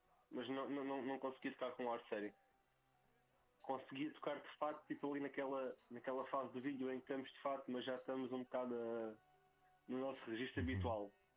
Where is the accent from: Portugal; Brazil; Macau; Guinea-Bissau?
Portugal; Portalegre, Alentejo; now in Évora, Portugal; nós somos de Évora, mas eu sou de Porto Alegre, apesar de viver já cá em Évora há 10 anos.